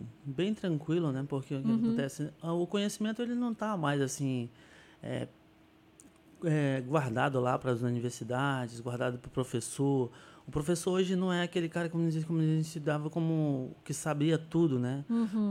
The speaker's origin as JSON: {"language": "Portuguese", "country": "Brazil", "said": "Eu não falo muito fake news porque eu não sou inglês, né? Eu digo que sou português, sou brasileiro, então eu falo notícias falsas mesmo"}